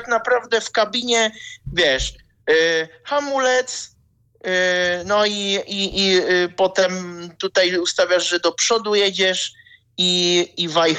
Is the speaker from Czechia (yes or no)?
yes; Prague, Czechia; W Czechach u nas, z Pragi jestem